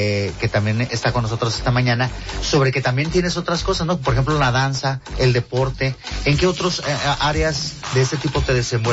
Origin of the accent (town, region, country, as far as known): Mexico